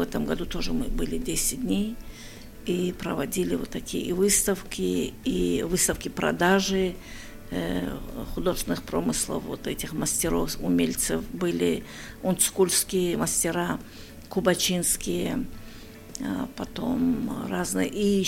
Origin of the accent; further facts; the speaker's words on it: Dagestan, Russia; Но откуда бы мы ни были, когда знают, что приехали из Дагестана, так встречают, как будто они так ждали своих родственников и увидели.